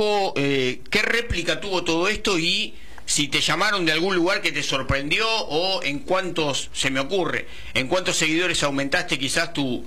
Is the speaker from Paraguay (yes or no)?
no; Argentina; pensamos que los teníamos superados como sociedad argentina